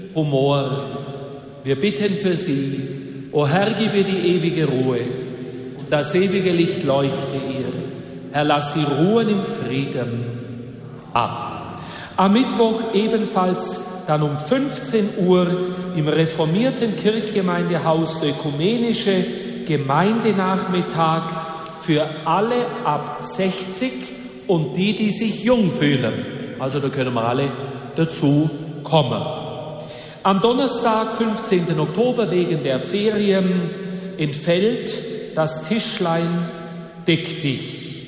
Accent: Unterschwarzach, Baden-Württemberg, Germany; weil dann in meiner Heimatgemeinde unter Schwarzach bei Bad Wurzach das große Jubiläum des Blutreitervereins stattfindet.

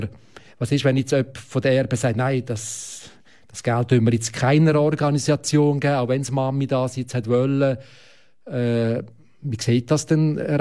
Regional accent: Switzerland; Das heisst, wir als Schweizer, unsere Gesellschaft, tut für die Zukunft Vorsorge.

